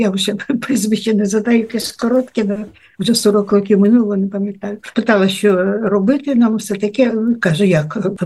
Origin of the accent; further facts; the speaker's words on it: Chernobyl, Kyiv Oblast, Ukraine; люди добрі, то я з Чорнобиля, ось зараз. Я що, чорна?